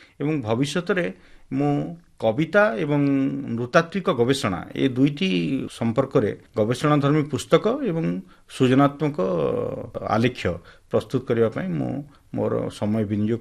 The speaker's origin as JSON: {"language": "Odia", "town": "Sonepur", "region": "Odisha", "country": "India", "tie": "born there", "said": "ମୁଁ ସୋନପୁରର ଗୋଟେ ଗାଁରେ ଜନ୍ମ ଏବଂ ସୋନପୁର ହେଉଛି ଭୀମଭୋଇଙ୍କର ଗୋଟେ ସାଧନାସ୍ଥଳୀ"}